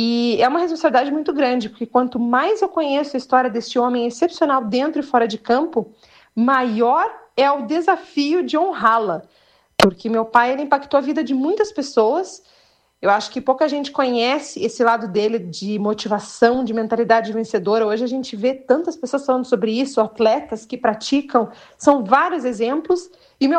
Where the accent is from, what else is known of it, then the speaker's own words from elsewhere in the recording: Vacaria, Rio Grande do Sul, Brazil; moved away; Eu não nasci em Vacaria, mas eu tenho um respeito muito grande pela cidade, porque foi a terra que a minha família escolheu viver. Eu fui criada aí. E a terra que acolheu tanto a família do lado materno quanto paterno.